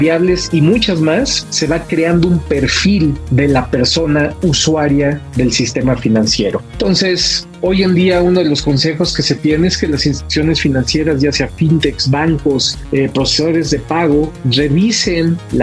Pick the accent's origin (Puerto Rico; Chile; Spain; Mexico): Mexico